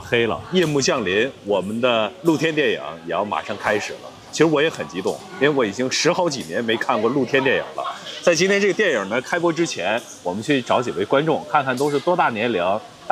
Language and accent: Chinese; Jinzhou, Liaoning, China; 建设好我们家乡，建设好我们这个不错的锦州。